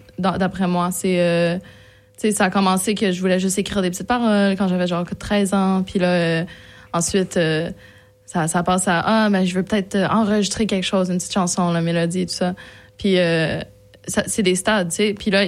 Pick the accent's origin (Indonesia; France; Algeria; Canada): Indonesia; J'ai grandi en Indonésie.